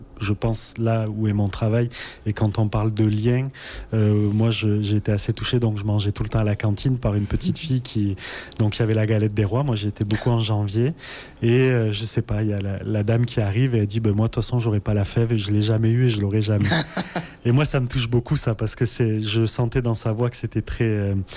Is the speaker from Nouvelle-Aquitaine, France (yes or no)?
no; Occitanie, France; moved away; Moi, je suis originaire du Lot. Donc, quand je rentre chez mes parents ou quand je vais dans mon village d'origine, je passe pas très loin.